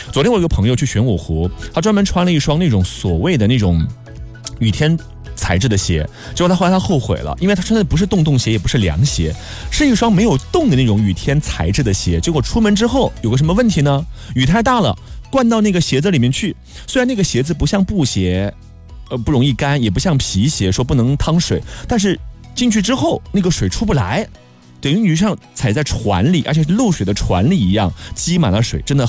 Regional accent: Jiangnan, China; 也是我们江南人的温润从容、顺势而为的生活态度，

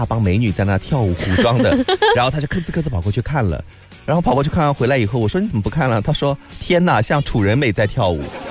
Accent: Changzhou, Jiangsu, China; 我说我们那儿鹅叫白乌龟

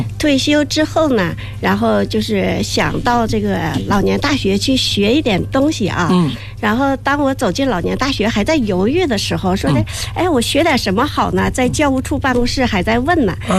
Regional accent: Northeast China, China; moved away as an adult; now in Nanjing, China; 我是东北人。由于工作的原因啊，1997年来到咱们南京。是单位驻南京的华东六省办事处工作。

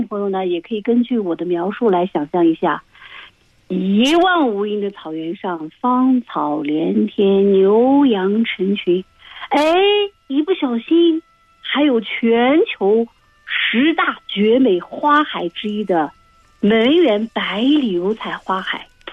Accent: Qinghai, China; 就是在我的家乡研制成功的。

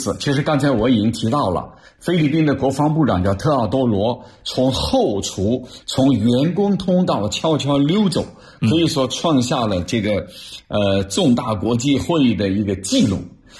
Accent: China; 我们中国人有句话叫什么

